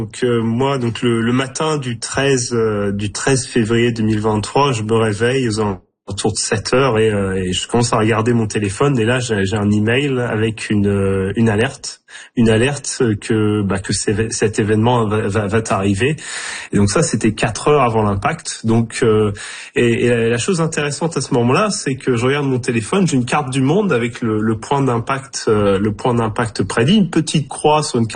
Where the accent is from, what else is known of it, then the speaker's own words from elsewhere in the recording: Normandy, France; c'est très proche de là d'où je viens en Normandie